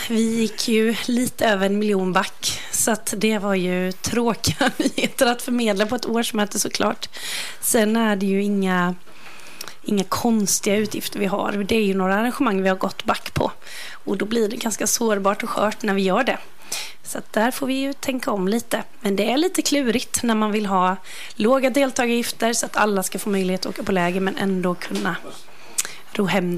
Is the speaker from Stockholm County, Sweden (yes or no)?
no; Bottnaryd, Jönköping County, Sweden; moved away; jag kommer faktiskt från Bottnaryd. Det är ju ett ursprung som många SU-are har ändå. Så där kommer jag ifrån. Så där bor min släkt, mina föräldrar och sådär.